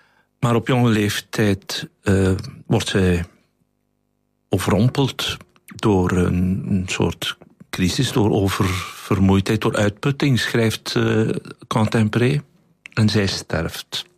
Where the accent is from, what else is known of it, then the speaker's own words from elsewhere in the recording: Borgloon, Flanders, Belgium; Ik ben uit Borgloon.